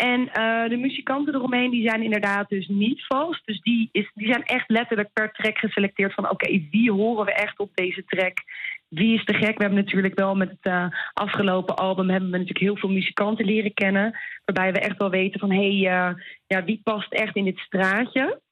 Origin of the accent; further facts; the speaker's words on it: Haarlem, North Holland, Netherlands; Ik kom zelf uit Haarlem.